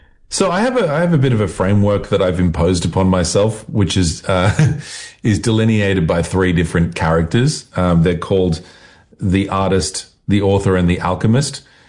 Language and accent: English; Australia; I'm Australian, it's a cultural thing.